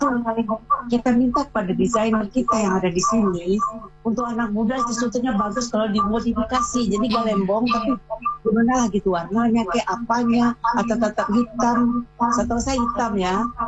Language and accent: Indonesian; North Sulawesi, Indonesia; Saya ini kan memang nggak besar di sini ya. Tapi saya orang Minahasa.